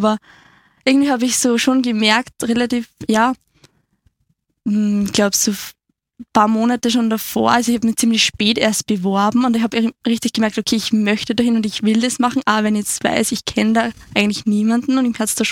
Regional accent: Oberndorf, Lower Austria, Austria; bin 21, komme aus Niederösterreich, aus, genau gesagt, aus Oberndorf.

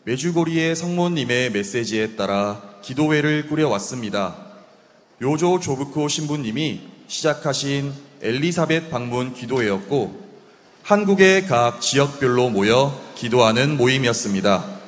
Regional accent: South Korea; 저희는 한국에서 왔고

